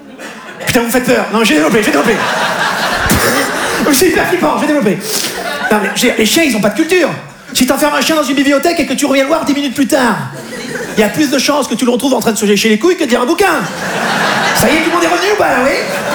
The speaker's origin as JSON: {"language": "French", "region": "Southwest France", "country": "France", "said": "Moi, je viens du Sud-Ouest de la France, d'accord? Dans le Sud-Ouest, on est des bons vivants."}